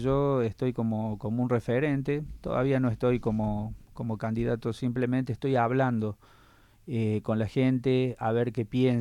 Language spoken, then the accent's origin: Spanish; Capilla del Monte, Córdoba, Argentina; somos todos hijos de Capilla del Monte, los que estamos de toda la vida y la gente que eligió vivir acá